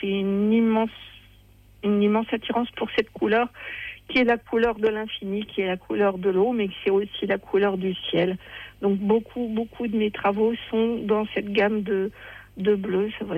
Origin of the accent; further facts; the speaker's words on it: Seclin, Hauts-de-France, France; born there; c'était là où je suis née, à Seclin.